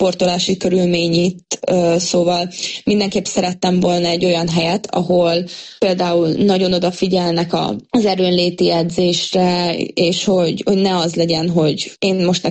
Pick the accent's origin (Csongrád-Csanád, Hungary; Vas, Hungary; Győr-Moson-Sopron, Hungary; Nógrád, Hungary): Vas, Hungary; Szombathely; moved away as an adult; now in Craiova, Romania; nekem Szombathely a szülővárosom, én ott mindent mindig tudtam